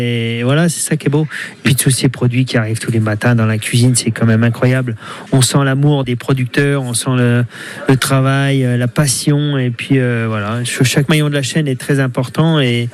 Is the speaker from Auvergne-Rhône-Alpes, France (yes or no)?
no; Charolles, Bourgogne-Franche-Comté, France; Ben, c'est ma maison, c'est là où je suis né quasiment, avec ma sœur. Mes parents étaient avant moi, ils sont arrivés ici à l'hôtel de la Poste en 1978, en face de l'église.